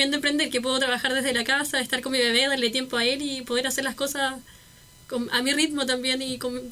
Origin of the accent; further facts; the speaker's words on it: Castro, Los Lagos, Chile; Soy de Castro.